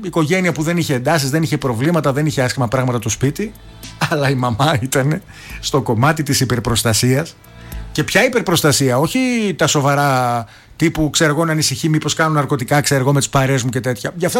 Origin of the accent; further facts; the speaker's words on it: Greece; κάποιες από τις νοοτροπίες, τις κακές που μπορεί να έχουμε σήμερα ως Έλληνες